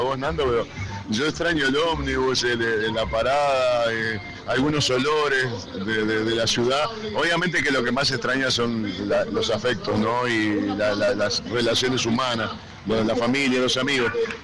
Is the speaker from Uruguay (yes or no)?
yes; Uruguay; moved away; soy un trabajador, como cualquier uruguayo, y vine a trabajar con la música